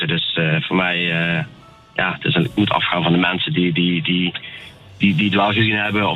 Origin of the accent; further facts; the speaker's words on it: Limburg, Netherlands; maar ik vind het wel heel erg grappig als Limburger natuurlijk een film kan gaan bekijken wat ja, bij ons in de buurt heeft afgespeeld.